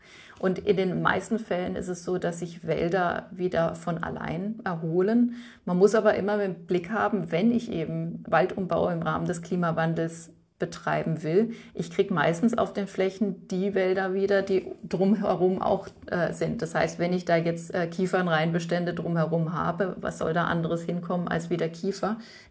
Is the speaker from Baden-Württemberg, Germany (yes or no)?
yes; Freiburg, Baden-Württemberg, Germany; ich komme ja aus Freiburg